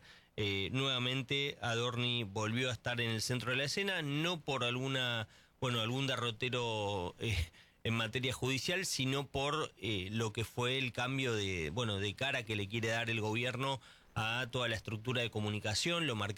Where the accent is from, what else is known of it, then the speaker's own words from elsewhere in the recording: Argentina; como hincha, como argentino